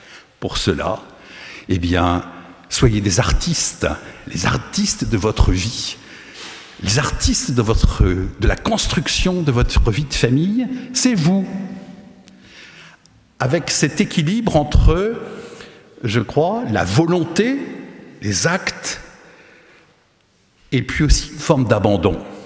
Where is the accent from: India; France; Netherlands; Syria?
France; Nantes, Pays de la Loire; Moi, je suis Nantais d'origine.